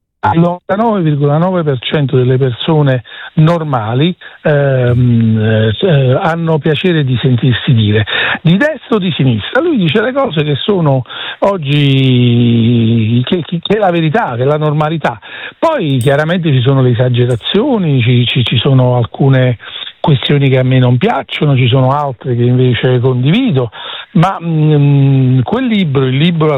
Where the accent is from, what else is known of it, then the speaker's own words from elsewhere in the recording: Naples, Campania, Italy; la mia appartenenza al Mezzogiorno d'Italia e alla patria della civiltà, che credo che sia la città di Napoli, che è la capitale del Mediterraneo